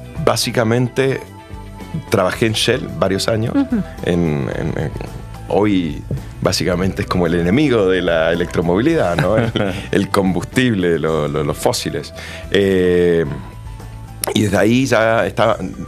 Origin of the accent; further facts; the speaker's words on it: Mendoza, Argentina; now in Chile; Bueno, yo soy gerente general de Tesla en Chile, ya llevo mendocino, llevo 20 años en Chile